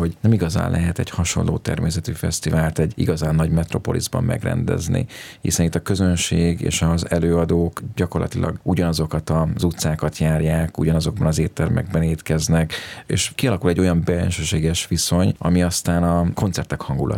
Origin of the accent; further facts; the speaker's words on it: Kaposvár, Somogy, Hungary; born there; szülővárosomban alakul egy ilyen fesztivál